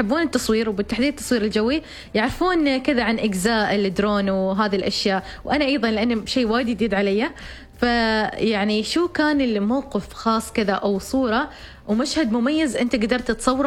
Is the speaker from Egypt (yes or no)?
no; Oman